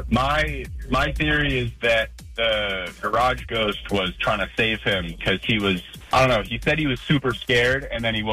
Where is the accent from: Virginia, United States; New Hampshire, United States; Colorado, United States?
Colorado, United States; I grew up in Colorado in my just kind of household home.